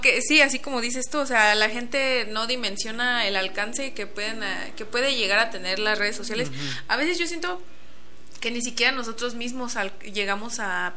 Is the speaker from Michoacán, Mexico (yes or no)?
yes; Charo, Michoacán, Mexico; moved away as an adult; now in Morelia, Mexico; Pues soy de Charo, pero pues he estado viviendo aquí en Morelia desde hace como 6 años aproximadamente. Y voy y vengo, pero nunca dejo Charo